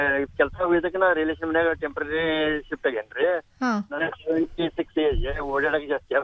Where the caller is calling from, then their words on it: Dharwad, Karnataka, India; ನಮ್ದು ಧಾರವಾಡ ನೆಹರು ನಗರ್ ರೀ.